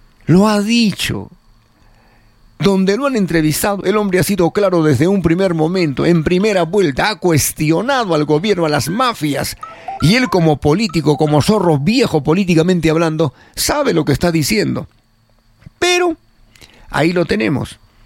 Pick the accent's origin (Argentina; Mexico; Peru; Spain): Peru; entre nosotros como peruanos